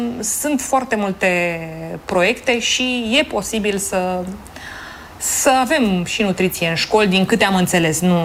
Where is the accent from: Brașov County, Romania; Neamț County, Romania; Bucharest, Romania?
Bucharest, Romania; born there; also born or lived in Vadu Oii; eu am fost bucureștean, că m-am născut în București și am trăit în București